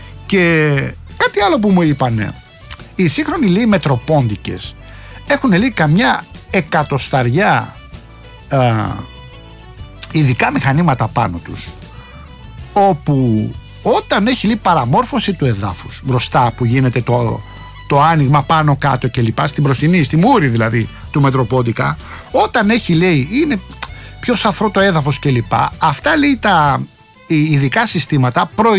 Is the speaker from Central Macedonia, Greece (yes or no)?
no; Rafina, Attica, Greece; Εντάξει, στην περίπτωση αυτή είναι και ο τόπος μου και μαθαίνω 5 πράγματα παραπάνω. Τώρα, αφήνουμε τα της Ραφίνας